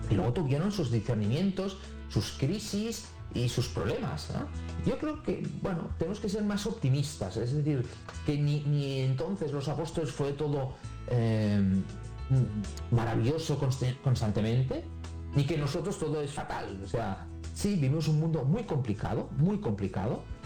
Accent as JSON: {"language": "Spanish", "town": "Barcelona", "region": "Catalonia", "country": "Spain", "said": "mi ciudad, Barcelona, es una ciudad fantástica, es una ciudad que ha dado Cataluña, mi tierra"}